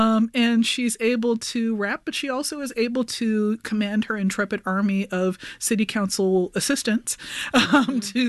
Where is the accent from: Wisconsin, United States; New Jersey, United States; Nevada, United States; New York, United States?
New York, United States; Brooklyn was based on my own growing up in New York in the 80s, and so the advent of hip-hop.